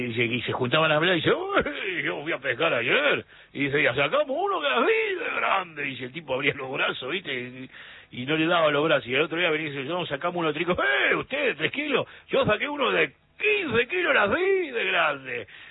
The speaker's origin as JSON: {"language": "Spanish", "country": "Argentina", "said": "Y así somos los argentinos, ¿eh?"}